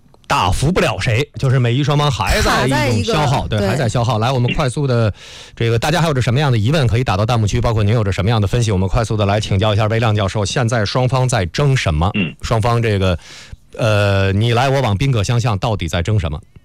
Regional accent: China; 本来要我们中国人讲叫解铃还需这个欺凌人嘛

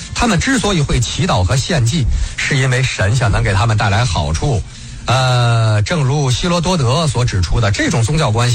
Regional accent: northern China, China; 我作为北方人不太熟悉的

